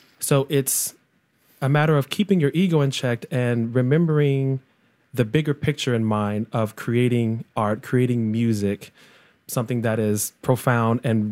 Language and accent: English; Texas, United States; As one who also has a background in choral music, growing up in Texas, huge choral state.